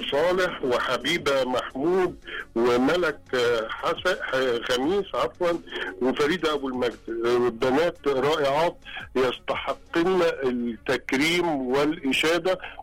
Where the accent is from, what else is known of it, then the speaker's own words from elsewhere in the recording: Egypt; واحنا مصريين،